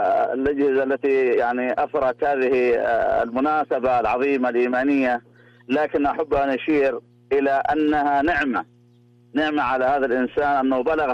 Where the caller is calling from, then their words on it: Al-Zubaydah, Jazan Province, Saudi Arabia; لا أنا من جازان محافظة أبو عريش قرية الزبيدة